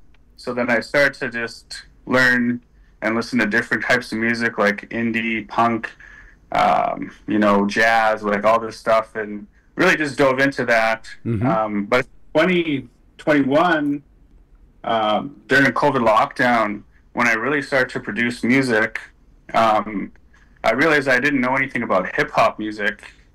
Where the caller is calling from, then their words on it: Stanley Mission, Saskatchewan, Canada; I'm calling from Stanley Mission, Saskatchewan. It's an hour north of my hometown.